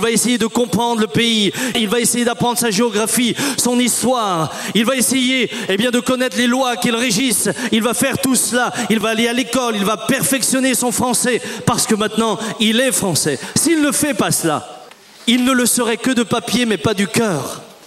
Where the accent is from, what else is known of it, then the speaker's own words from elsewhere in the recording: France; born there; Je suis né en France et je suis français.